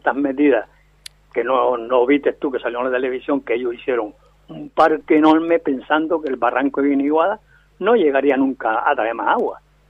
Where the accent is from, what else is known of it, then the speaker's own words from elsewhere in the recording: Las Palmas de Gran Canaria, Canary Islands, Spain; born there; moved away as an adult; yo soy de Tamarcete, nací en Tamarcete. Me vine a hacer una obra aquí debajo, chiquillaje. Sí. Con 20 años me vine a hacer una obra aquí debajo y me quedé aquí debajo.